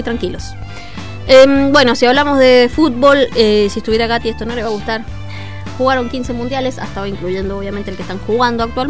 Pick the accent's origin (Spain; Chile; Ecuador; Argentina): Argentina; a nosotros, como argentinos, nos quedó obviamente su imagen de todos los campeonatos que ganó con River